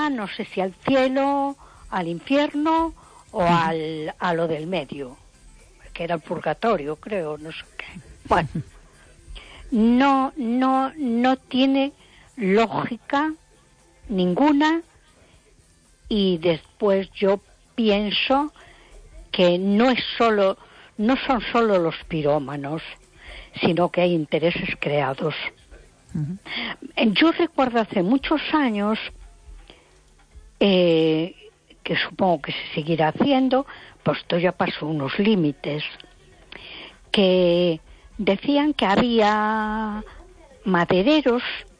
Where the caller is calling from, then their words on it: A Coruña, Galicia, Spain; de Coruña.